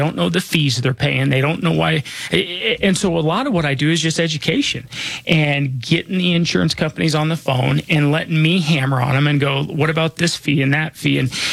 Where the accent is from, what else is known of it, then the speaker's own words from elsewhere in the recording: Denver, Colorado, United States; You know, my background is, we haven't talked about that in a while, but you know, I was born and raised here in Denver. I went to Holly Hills Elementary School over close to Hamden and I-25. That's where I grew up.